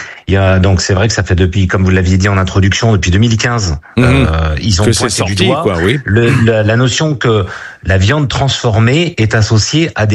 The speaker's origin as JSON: {"language": "French", "region": "Brittany", "country": "France", "tie": "born there", "said": "Je tiens à dire quand même que moi, je suis né en Bretagne et mon grand-père était charcutier."}